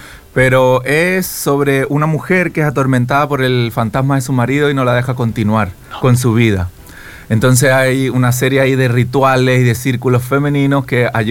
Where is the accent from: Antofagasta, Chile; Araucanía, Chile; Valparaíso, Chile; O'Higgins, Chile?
Valparaíso, Chile; Viña del Mar; moved away as an adult; now in Seville, Spain